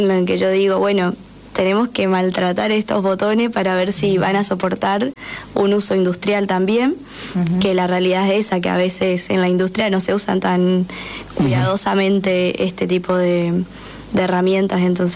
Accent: Paso de los Libres, Corrientes, Argentina; Y bueno, encontré que había en Concordia, que me queda cerca, soy de Paso de los Libres de Corrientes.

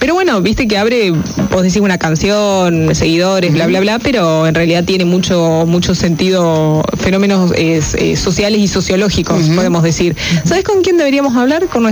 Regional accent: Argentina

